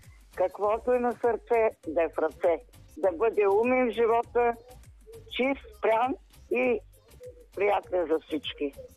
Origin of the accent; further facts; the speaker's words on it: Pleven, Pleven Province, Bulgaria; Ами, откъде? От най-хубавия град Плевен съм.